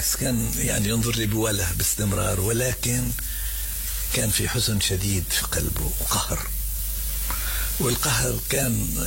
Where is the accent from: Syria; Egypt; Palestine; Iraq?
Palestine; Jerusalem; فخرجت إنه هذه مدينتي ليست مدينتي.